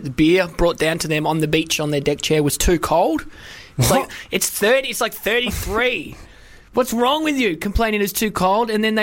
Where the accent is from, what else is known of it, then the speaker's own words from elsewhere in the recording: United Kingdom; born there; I was born in Britain